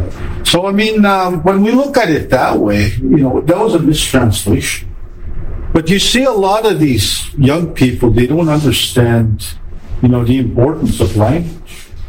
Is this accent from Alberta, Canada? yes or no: yes; Alberta, Canada; born there; I'm from the Bloods, I'm a Blood Indian, because I was born there.